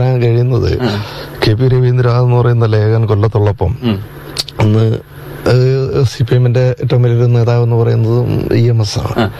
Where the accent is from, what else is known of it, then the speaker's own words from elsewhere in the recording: Alappuzha district, Kerala, India; born there; also born or lived in Kollam; ഞാൻ ജനിച്ചത് ആലപ്പുഴ ജില്ലയിലാണ്. കരിമുളയ്ക്കലിനും ചാരുമൂടിനും ഇടയിലുള്ള ഒരു സ്ഥലമാണ് അവിടെ.